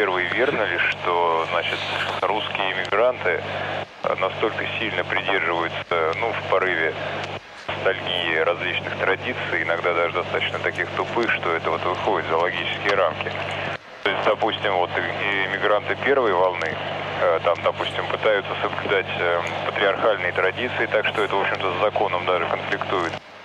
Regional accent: Volgograd, Volgograd Oblast, Russia; Вот, я тут сам из Волгограда. Нас тут с декабря присоединили к «Эхо Москвы».

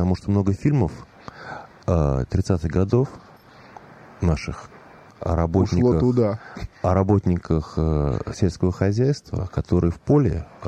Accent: Moscow, Russia; Вот я рос в Москве, в Измайлово.

